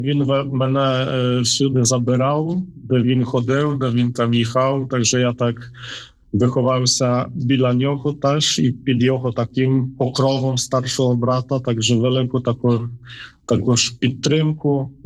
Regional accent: Katowice, Silesian Voivodeship, Poland; moved away; Я з Катовіць. Катовіця – це моє рідне місто.

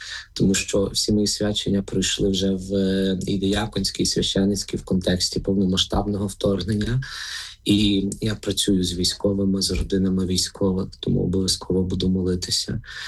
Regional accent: Lviv Oblast, Ukraine; я вже був тоді знайомий найбільше, так, з Мукачівською дієцезією, хоч родом я сам з Львівської, так.

